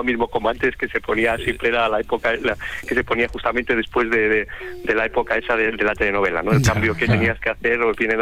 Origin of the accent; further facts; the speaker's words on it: Castile and León, Spain; now in Alcalá, Spain; estoy en Alcalá, es un culebrón ya en sí, pero yo soy de Torto de Guevara, de Burgos, y te mando un saludo desde nuestra tierrilla.